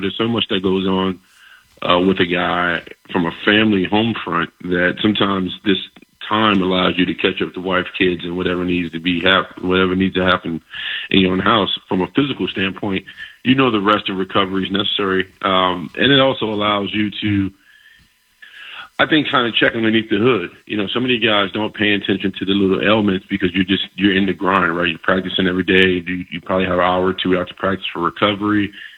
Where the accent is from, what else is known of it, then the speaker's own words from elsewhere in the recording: New York, United States; moved away; being that I'm from New York